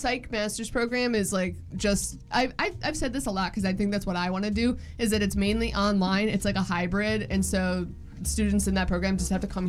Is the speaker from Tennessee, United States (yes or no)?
no; Buffalo, New York, United States; I'm from Buffalo